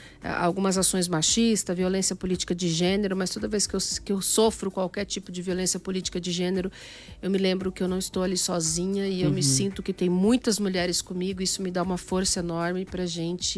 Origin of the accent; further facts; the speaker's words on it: São Bernardo do Campo, São Paulo, Brazil; born there; Eu nasci em São Bernardo do Campo